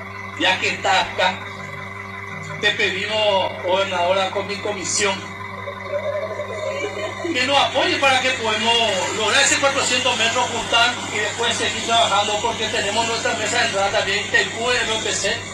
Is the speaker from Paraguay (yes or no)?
yes; Paraguarí, Paraguay; born there; moved away; also born or lived in Yembrun; Yo vengo de Yembrun para ayudar a mi compañía, porque yo nací acá en este lugar.